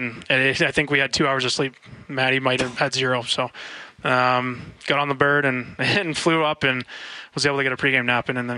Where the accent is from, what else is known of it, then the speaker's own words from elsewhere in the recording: Canada; being Canadian, I'd have to worry about the visa or anything like that.